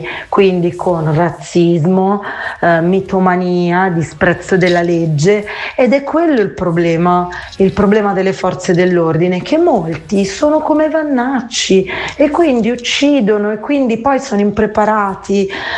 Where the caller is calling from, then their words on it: Monza, Lombardy, Italy; da Monza.